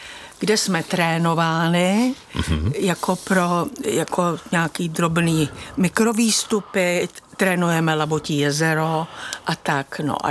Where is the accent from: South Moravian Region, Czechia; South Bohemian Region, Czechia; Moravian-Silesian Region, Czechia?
South Bohemian Region, Czechia; České Budějovice; Já jsem vyrůstala v Budějovicích a tam jsme bydleli v hereckých domech u divadla